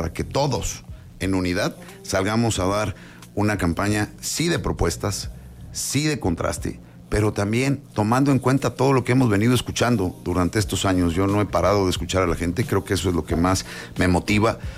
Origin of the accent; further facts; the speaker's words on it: Sonora, Mexico; born there; now in Querétaro, Mexico; Yo soy un queretano nacido en Sonora, llegué a vivir a Querétaro en el 2009